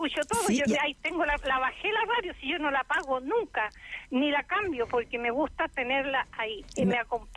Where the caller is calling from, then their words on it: Santiago, Santiago Metropolitan Region, Chile; De Pudahuel, de acá, yo llamé en la mañana … que tengo 74 años, ya cumplí ahora el 23 de mayo.